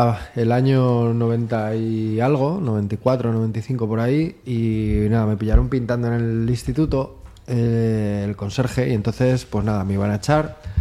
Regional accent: Madrid, Community of Madrid, Spain; born there; also born or lived in Majadahonda / Boadilla del Monte; yo nací en Usera, pero ya luego estuve en Mojadahonda, luego en Boadilla, luego en Madrid, por la zona del barrio del Carmen

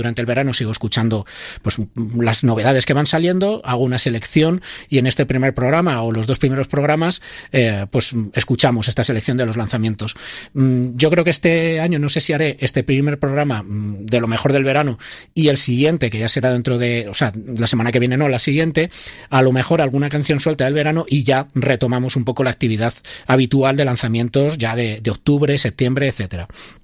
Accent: Guadalajara, Castilla-La Mancha, Spain; yo soy de Guadalajara

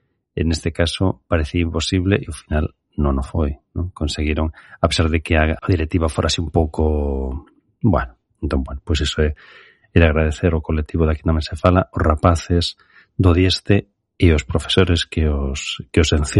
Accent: Vigo, Galicia, Spain; Eu son de Vigo.

